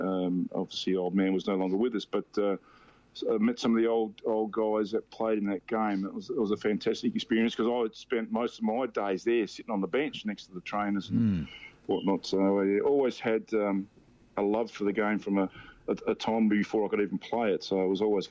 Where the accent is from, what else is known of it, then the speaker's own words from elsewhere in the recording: Manjimup, Western Australia, Australia; also born or lived in Perth; the old man sort of went down teaching at Manjum up in 66.